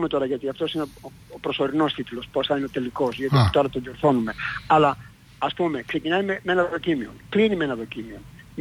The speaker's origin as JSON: {"language": "Greek", "country": "Greece"}